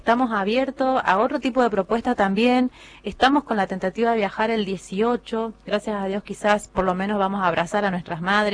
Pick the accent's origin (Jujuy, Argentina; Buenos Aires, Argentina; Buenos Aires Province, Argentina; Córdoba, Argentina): Jujuy, Argentina; No solamente porque somos jujeños